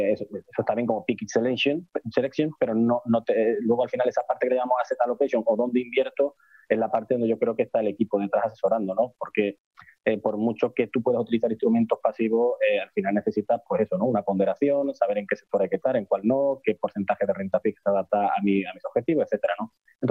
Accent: Galicia, Spain; como buen gallego depende

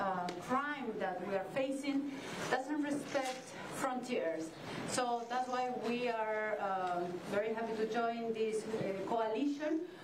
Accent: Peru; Peru joins the Shield of the America with great determination and great enthusiasm. I come from Peru.

